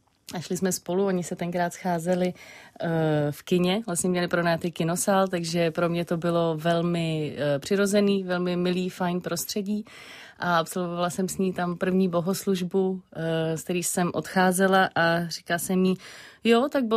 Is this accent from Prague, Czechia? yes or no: yes; Prague, Czechia; protože jsem vyrostla v Praze, nějak nemám ani vlastně nějakou jako tradiční víru převzatou od prarodičů nebo tak.